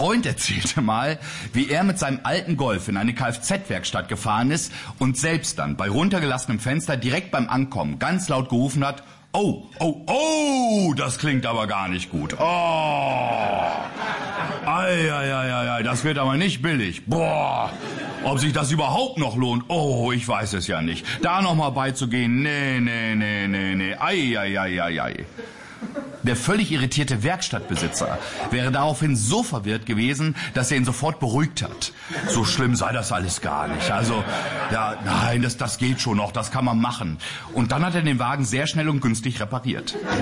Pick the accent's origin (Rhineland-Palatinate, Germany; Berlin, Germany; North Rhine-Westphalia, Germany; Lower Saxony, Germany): Lower Saxony, Germany; aus meiner Kindheit in Niedersachsen